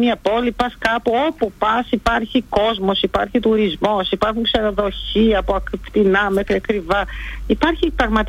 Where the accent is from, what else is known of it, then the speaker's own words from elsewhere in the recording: Greece; επειδή είμαι Ελληνίδα